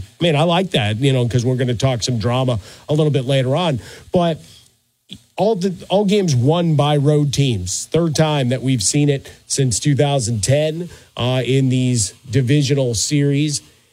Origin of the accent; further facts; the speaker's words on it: Chicago, Illinois, United States; certainly big events related to my hometown of Chicago.